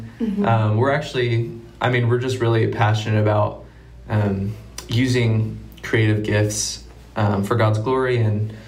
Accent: Sabetha, Kansas, United States; I'm from Sabetha, Kansas. It's a little town about an hour north of Topeka.

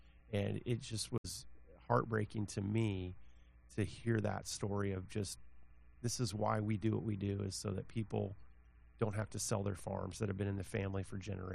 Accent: Manhattan, United States; I'm from Manhattan

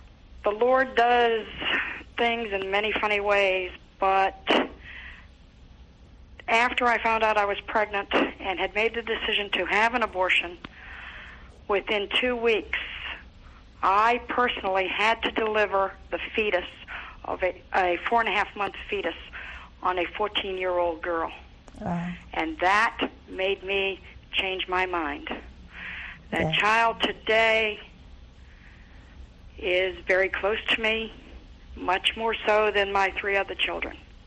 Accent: Virginia, United States; I'm from Virginia.

